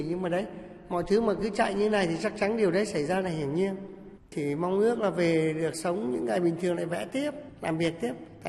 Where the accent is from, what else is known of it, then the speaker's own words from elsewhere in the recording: Thanh Hoa, Vietnam; moved away as an adult; now in Da Lat, Vietnam; mình cũng là người Thanh Hóa